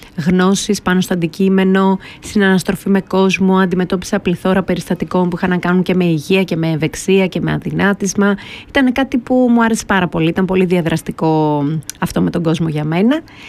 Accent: Drama, Eastern Macedonia and Thrace, Greece; moved away as an adult; also born or lived in Thessaloniki; now in Drama, Greece; όπως είπες, κατάγομαι από τη Δράμα, έζησα όλα μου τα παιδικά και εφηβικά χρόνια εκεί. Ήρθα στη Θεσσαλονίκη όταν ήμουν 18 χρονών για σπουδές και μετά ουδέν μονιμότερο του προσωρινού.

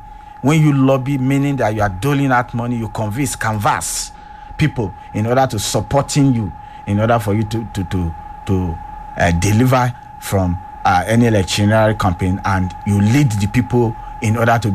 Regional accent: Nigeria; From my view, as a politician, as an analyst, as a Nigerian, yeah

